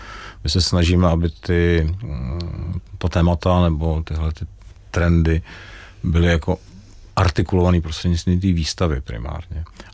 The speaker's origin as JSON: {"language": "Czech", "town": "Aš", "region": "Karlovy Vary Region", "country": "Czechia", "said": "Já jsem teda z Aše"}